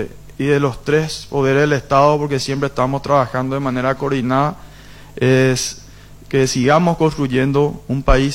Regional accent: Paraguay; Como paraguayos estamos listos a demostrar que es posible conservar, producir y prosperar al mismo tiempo.

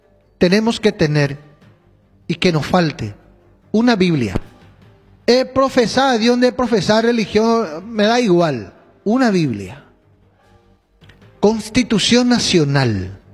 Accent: Paraguay; como ciudadano paraguayo, considero realizar una reflexión constitucional.

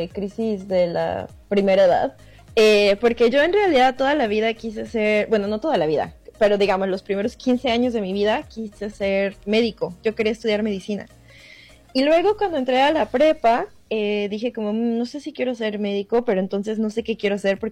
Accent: Guadalajara, Jalisco, Mexico; moved away as an adult; also born or lived in Houston; now in Virginia, United States; a mí a cada rato me dicen que no parezco de Guadalajara. Me dicen como, no, ¿en serio tú eres de Guadalajara? Y yo, sí, hombre

